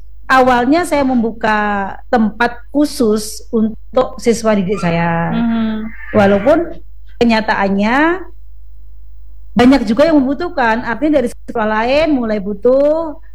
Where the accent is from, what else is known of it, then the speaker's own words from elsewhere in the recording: Muntok, Bangka Belitung Islands, Indonesia; Itu kan kita tahu bahwa daerah saya Mentok itu kan agak pinggir tuh.